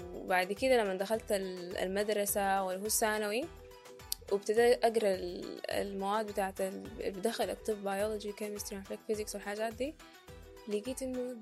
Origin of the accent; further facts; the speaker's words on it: Sudan; moved away as an adult; عندنا في السودان